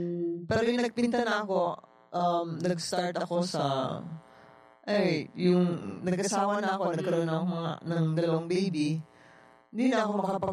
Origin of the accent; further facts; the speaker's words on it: Davao, Davao Region, Philippines; Kasi taga-Davao talaga kami.